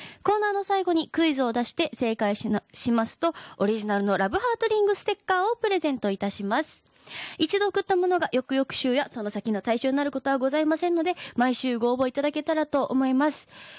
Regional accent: Miyazaki, Japan; moved away; 私の地元宮崎県

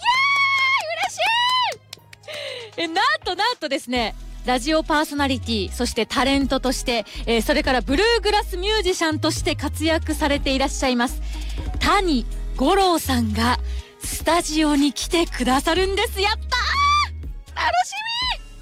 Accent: Okinawa, Japan; moved away; 私沖縄出身なんですけど

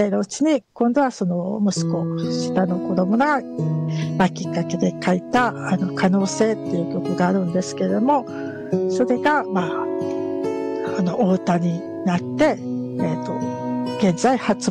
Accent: Osaka, Japan; 私の地元の大阪になるんですけれども、

